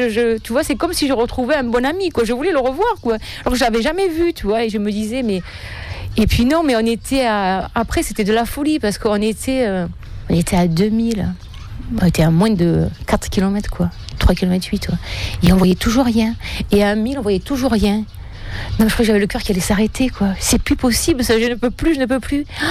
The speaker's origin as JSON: {"language": "French", "town": "Sète", "region": "Occitanie", "country": "France", "said": "petite Sétoise"}